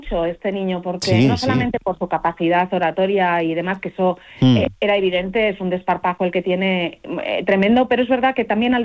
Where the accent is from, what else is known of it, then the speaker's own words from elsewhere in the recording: Valladolid, Castile and León, Spain; Valladolid, de donde soy yo, es mi tierra de origen